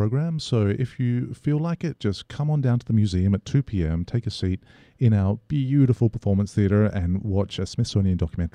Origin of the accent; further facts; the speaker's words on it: Australia; moved away; I'm an Australian, and there's not a lot of Episcopalians down there